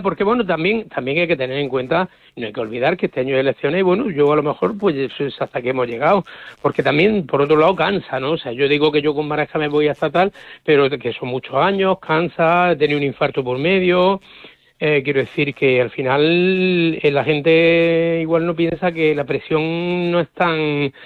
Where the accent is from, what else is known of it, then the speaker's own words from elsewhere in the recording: Motril, Andalusia, Spain; nosotros somos motrileños para motrileños